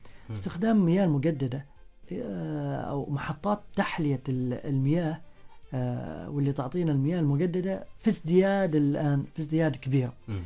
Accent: Oman; كنا كعمانيين

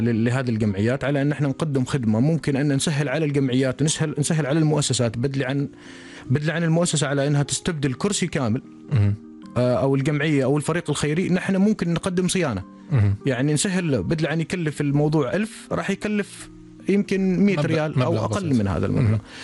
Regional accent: North Al Sharqiyah, Oman; moved away as an adult; now in Muscat, Oman; أنا الأساس أنا انطلقت من الشرقية بالذات من شمال الشرقية وانتقلت إلى مسقط في الفترات الأخيرة في 5 سنوات الأخيرة،

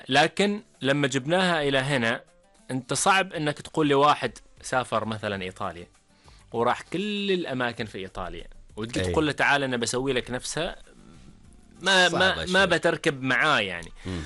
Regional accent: Ad Dakhiliyah, Oman; قريتنا بالجبل الأخضر قرية الشريقة، والقرية طبعا بكل بساطة المشهورة في بالمدرجات الزراعية

